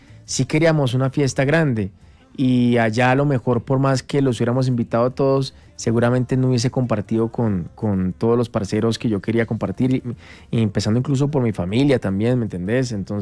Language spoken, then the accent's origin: Spanish; Colombia; Me iba a casar en México. Sí, me iba, pero bueno, en últimas pensé en mi tierra.